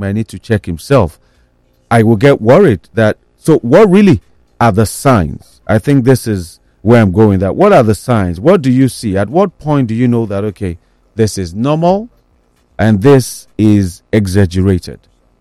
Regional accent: Nigeria; as a Nigerian, as an average person who has been in the rain

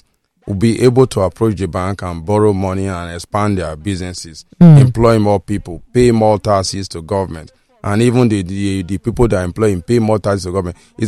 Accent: Nigeria

